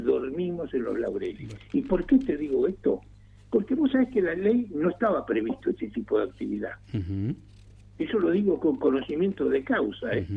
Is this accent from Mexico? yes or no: no; Buenos Aires, Argentina; born there; now in Tierra del Fuego, Argentina; Yo te digo porque soy porteño, aunque sea por vivir o por opción, yo nací en la capital federal.